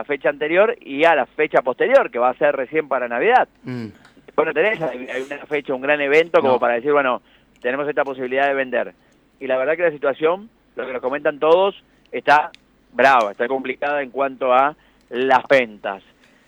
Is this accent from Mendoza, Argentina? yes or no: yes; Mendoza, Argentina; todos los mendocinos que estamos ya palpitando lo que va a ser el Día de la Madre